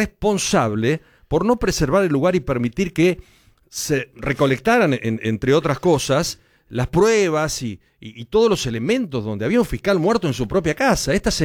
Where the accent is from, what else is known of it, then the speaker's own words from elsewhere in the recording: Argentina; Pero como los argentinos nos posamos muchas veces en lo complementario, ¿viste?